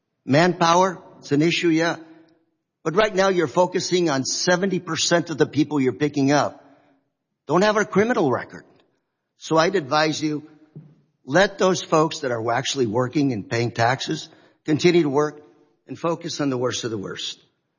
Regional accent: California, United States; I'm from California, a sanctuary state, from Orange County

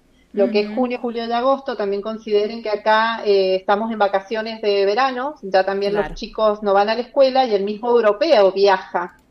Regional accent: Mendoza, Argentina; moved away as an adult; now in Rome, Italy; Soy mendocina pura, de pura cepa.

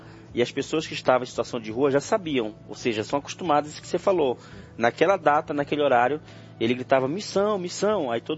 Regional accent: Santarém, Pará, Brazil; lá na minha cidade, Santarém, Pará, eles fazem diversos tipos de evangelismos.

